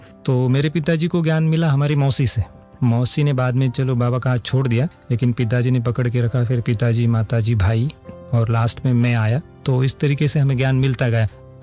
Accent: Kopargaon, Maharashtra, India; also born or lived in Nashik, India; मेरी पढ़ाई पूरी हुई अहमदनगर डिस्ट्रिक्ट महाराष्ट्र में, कोपरगाँव करके एक तहसील है, तो वहाँ पे हमारे पिताजी जॉब करते थे, तो वहीं पे हमारी पढ़ाई शुरू से लेके आखिर तक सब कुछ वही हुई। बचपन भी कोपरगाँव एक छोटा तहसील है

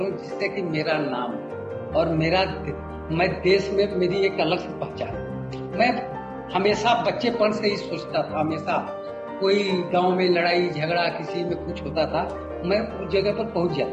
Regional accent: Uttar Pradesh, India; born there

